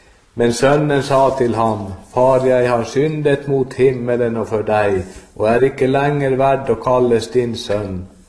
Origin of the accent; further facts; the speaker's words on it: Alta, Finnmark, Norway; så kommer jeg fra Alta